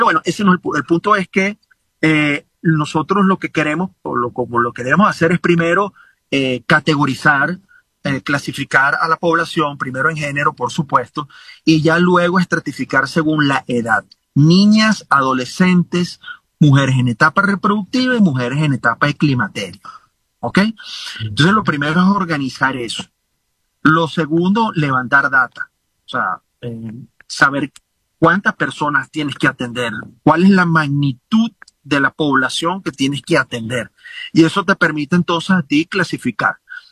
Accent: Venezuela; evidentemente todos somos médicos venezolanos, certificados, acreditados, y tenemos el libre derecho de ejercicio profesional.

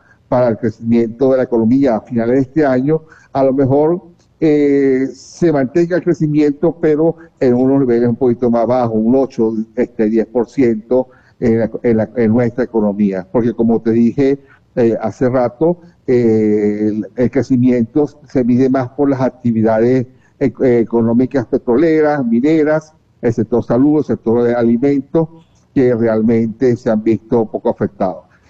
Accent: Venezuela; los que pagamos todo eso somos nosotros los venezolanos.

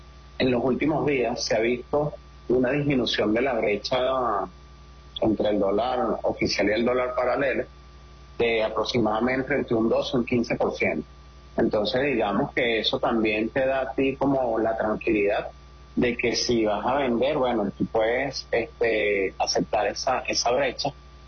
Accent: Venezuela; estar tranquilos nosotros como venezolanos acá

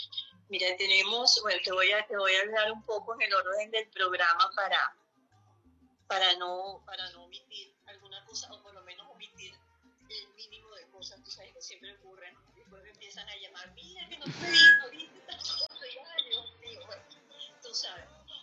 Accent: Barquisimeto, Lara, Venezuela; Mira, yo soy barquisimetana y cada vez estoy más orgullosa de mi gente

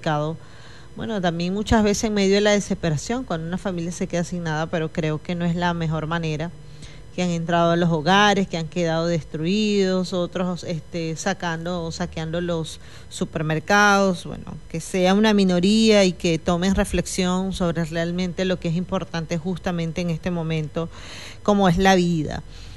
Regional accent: Venezuela; de lo que somos capaces los venezolanos

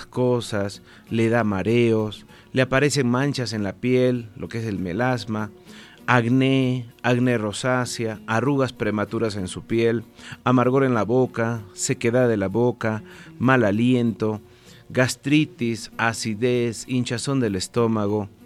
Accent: Tarija, Bolivia; Yo vengo desde la ciudad de Tarija. Me encuentro en esta hermosa ciudad de Yayagua participando de la feria

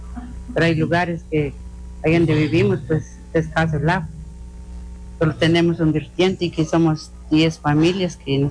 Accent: Arroyito Pinalito, Chiquimula, Guatemala; yo vengo de Arroyito Pinalito.

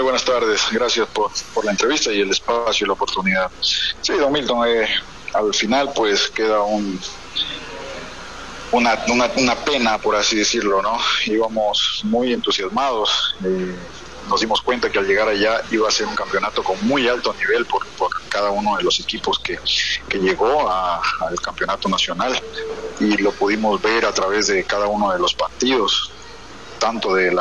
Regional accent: Quinindé, Esmeraldas, Ecuador; now in Sucumbíos, Ecuador; con un equipo de Quinindé, mi ciudad natal, compañeros que conozco de toda la vida

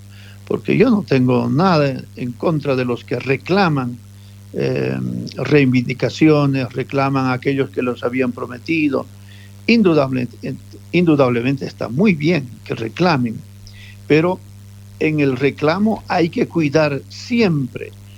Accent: Bolivia; ¿cómo no vamos a reclamar como bolivianos que la gasolina es trucha, es basura?

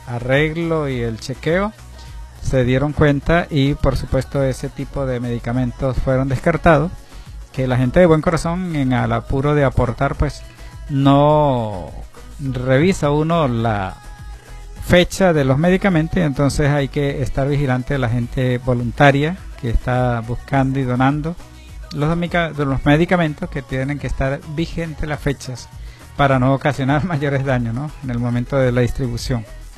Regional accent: Venezuela

